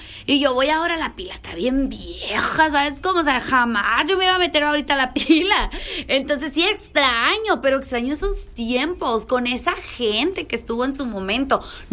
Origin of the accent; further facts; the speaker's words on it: Sinaloa, Mexico; now in Sonora, Mexico; yo soy de Sinaloa, vivo en Sonora